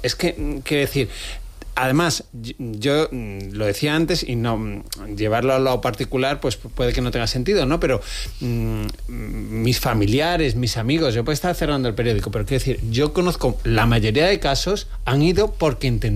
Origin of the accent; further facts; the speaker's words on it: Málaga, Andalusia, Spain; Málaga, yo soy malagueño, ¿no?